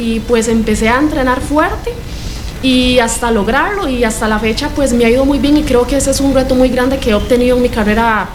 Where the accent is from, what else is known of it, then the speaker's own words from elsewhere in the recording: San Pablo, Heredia, Costa Rica; Yo vengo desde Heredia, San Pablo.